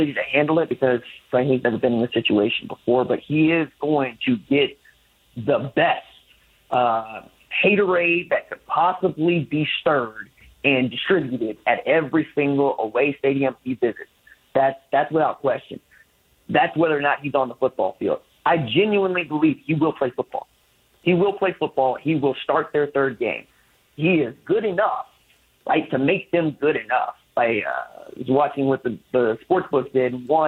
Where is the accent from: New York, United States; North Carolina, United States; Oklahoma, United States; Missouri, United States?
Oklahoma, United States; I'm from Oklahoma, which is, say, Southwest Conference, Big 12 Conference, now the SEC.